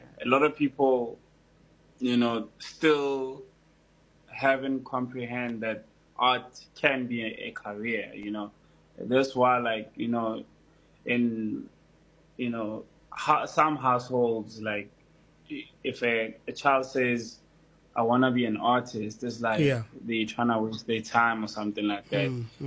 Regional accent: Durban, KwaZulu-Natal, South Africa; I have a lot of kids from, you know, my background, from the hood. I'm from Durban.

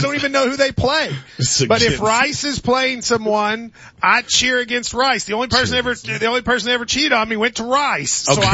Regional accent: Appalachia, United States; I'm not Southern. I'm mountain. That's different.

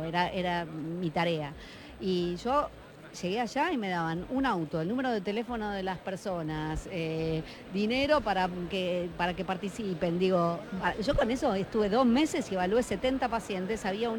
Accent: Argentina

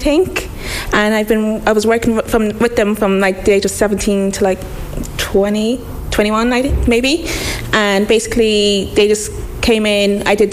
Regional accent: Watford, East of England, United Kingdom; now in Wexford, Ireland; I'm from Watford, and right now I'm studying social care in SETU Wexford.

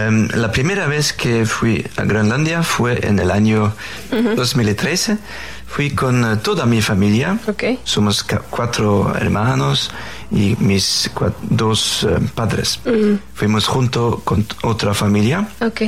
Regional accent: Faroe Islands; first language Faroese; Spanish is a second language; moved away; Ya hablo feroés, naturalmente es mi lengua materna, también danés y noruega, sueco, más o menos, que son lenguas similares. He estudiado francés y alemán

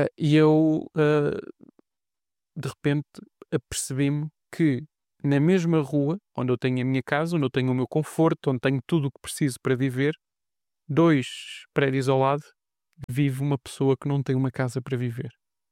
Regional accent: Lisbon, Portugal; moved away as an adult; Bem, eu, como te disse, eu nasci em Lisboa. Lisboa é a minha cidade. Embora eu já não viva, em Lisboa, tive que viver fora.

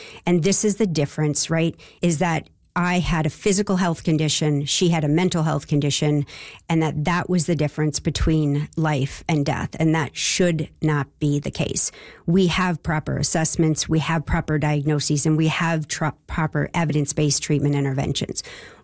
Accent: British Columbia, Canada; moved away as an adult; also born or lived in United States; I'm from British Columbia and trained in the U.S. and came back here 11 years ago

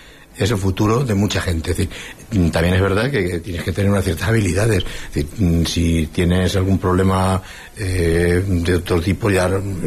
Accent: Socuéllamos, Castilla-La Mancha, Spain; Yo soy de Sogüellamos.

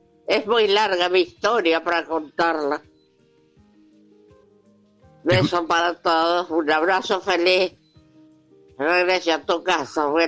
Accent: Tartagal, Santa Fe, Argentina; moved away; tuve que volver a Tartagal, mi pueblito de Santa Fe, porque yo vivía en Tartagal, provincia de Santa Fe, no Salta, Santa Fe.

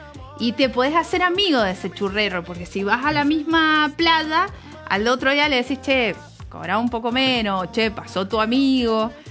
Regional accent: Villa Gesell, Buenos Aires Province, Argentina; Sí, yo me crié en Villa Gesell, lugar hermoso. Y que vuelvo todos los veranos a visitar familia y amigos.

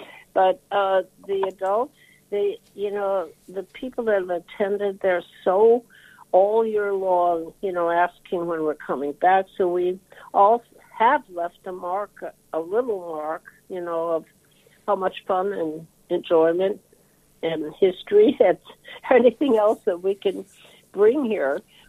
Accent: Minot, North Dakota, United States; And I'm originally centuries ago from North Dakota, so I was born here in Minot.

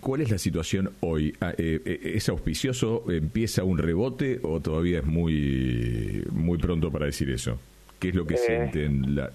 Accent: Rauch, Buenos Aires Province, Argentina; Por mi pueblo.

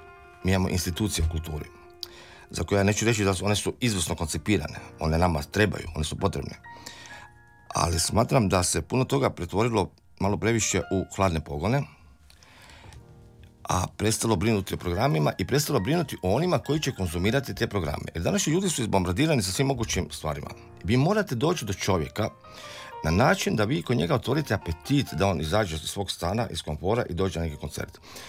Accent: Zadar, Zadar County, Croatia; Ja sam inače rođen u Zadru, odrastao sam u Zadru i život me donio da sam počeo predavati lovit davno, davno u Petrinji.

